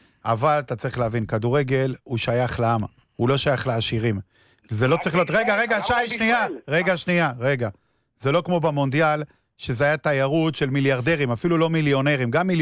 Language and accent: Hebrew; Kiryat Yam, Haifa District, Israel; אני גדלתי בקירת ים, להורים לא עשירים, ואבא שלי ידו לא הייתה מסגת בשביל לתת לי מנוי יקר